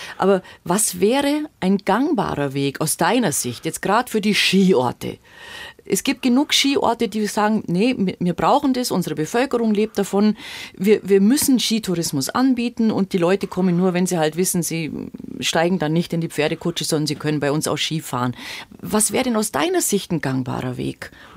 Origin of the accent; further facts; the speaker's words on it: Bavaria, Germany; Und auch bei uns in Bayern gibt es ja Gegenden, wir schauen nach Franken, die leiden ja drunter.